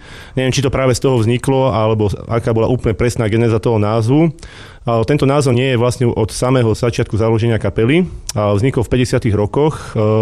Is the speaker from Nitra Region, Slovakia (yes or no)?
yes; Topoľčianky, Nitra Region, Slovakia; Tak pochádzame z obce Topolčianky, ktorá sa nachádza asi 5 km od Zlatých Moraviec v Nitrianskom kraji.